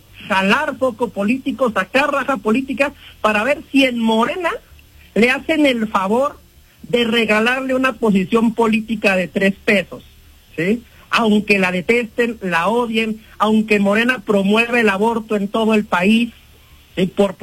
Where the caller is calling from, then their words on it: Aguascalientes, Mexico; en Aguascalientes no somos así